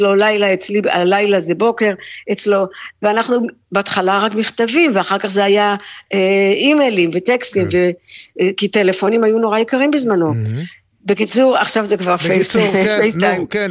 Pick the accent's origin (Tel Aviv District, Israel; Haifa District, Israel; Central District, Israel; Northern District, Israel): Tel Aviv District, Israel; Tel Aviv; born there; also born or lived in Los Angeles; יש לי כאן דירה ואני מסתכלת לכיוון דרום, איפה שנולדתי, בקרם התימנים, אני רואה את קרם התימנים מפה